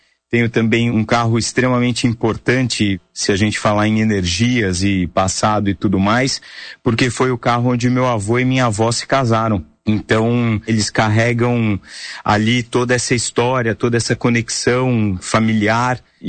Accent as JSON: {"language": "Portuguese", "region": "São Paulo", "country": "Brazil", "tie": "born or raised there", "said": "minha família é aqui de São Paulo, né? Fui criado aqui em São Paulo."}